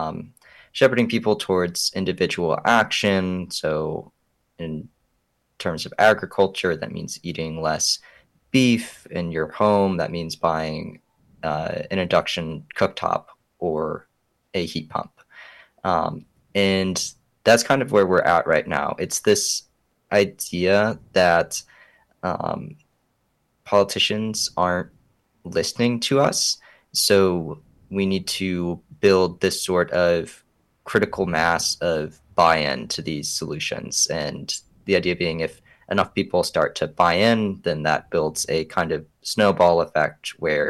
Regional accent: Oak Park, Illinois, United States; I started a similar book club in Oak Park, my hometown, a suburb of Chicago

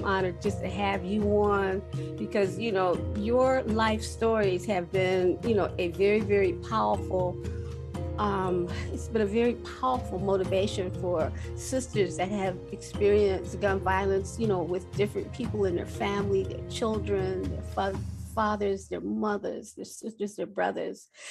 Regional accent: Milwaukee, Wisconsin, United States; we have, you know, a lot of beautiful experiences growing up in Milwaukee.

